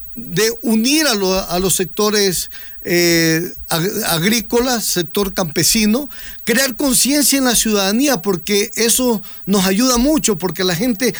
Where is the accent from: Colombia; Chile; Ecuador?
Ecuador; nosotros no nos oponemos porque somos ecuatorianos pensantes y nos preocupamos por nuestro país